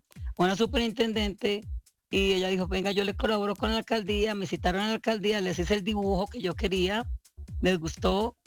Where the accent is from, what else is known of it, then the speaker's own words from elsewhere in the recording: Chaparral, Tolima, Colombia; now in Bogotá, Colombia; Bueno, sí, yo nací en Chaparral, Tolima. ¿Vio? Es al sur.